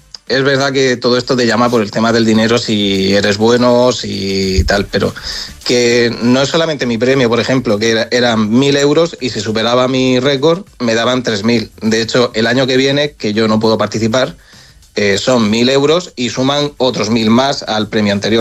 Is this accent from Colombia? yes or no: no; Spain; Soy el primer español que participa en ello.